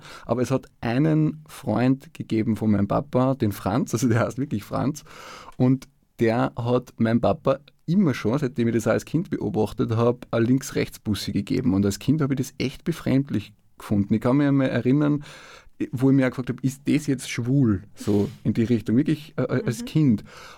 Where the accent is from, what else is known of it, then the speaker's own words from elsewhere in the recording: Zwettl, Lower Austria, Austria; accent: Waldviertel dialect; Und ich komme ja aus einem sehr katholischen Haushalt. Also ich bin im Waldviertel aufgewachsen, ich komme aus Zwettl in Niederösterreich. Man hört es vielleicht auch ein bisschen am Dialekt, auch wenn der oft ins Oberösterreichische missverstanden wird, aber sie sind auch sehr ähnlich.